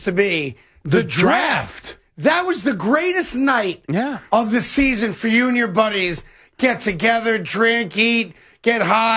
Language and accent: English; United States; because I'm an American